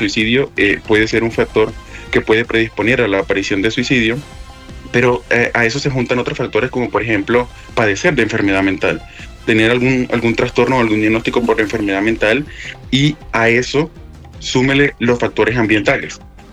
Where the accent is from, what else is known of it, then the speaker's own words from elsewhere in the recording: Maicao, La Guajira, Colombia; moved away as an adult; now in Pasto, Colombia; Yo soy nacido y criado en Maicao. Estudié todo el colegio en Maicao y, bueno, ya por temas educativos tuve que desplazarme fuera de la ciudad para poder estudiar.